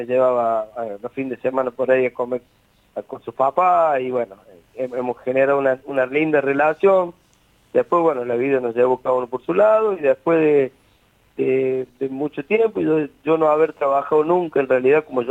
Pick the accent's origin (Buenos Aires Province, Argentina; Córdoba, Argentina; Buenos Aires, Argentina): Córdoba, Argentina; Río de los Sauces; Yo nací en Río de los Sauces, pueblito de Calamuchita, a 70 kilómetros de Río Cuarto.